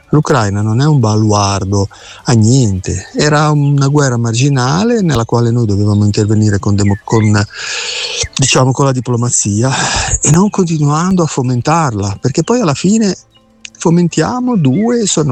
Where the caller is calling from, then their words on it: Genoa, Liguria, Italy; da Genova.